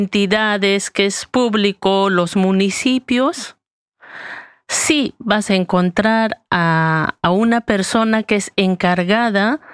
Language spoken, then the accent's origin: Spanish; Cusco, Peru; vengo de Perú, Cusco, de Valle Sagrado de los Incas